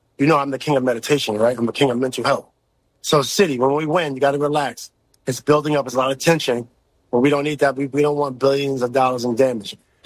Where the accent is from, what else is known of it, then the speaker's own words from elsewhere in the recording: New York, United States; I'm from New York. What do you expect? I'm the most New York.